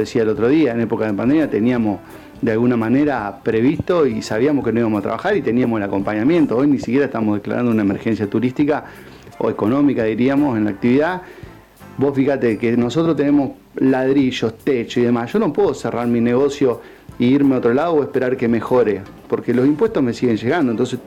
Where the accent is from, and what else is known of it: Argentina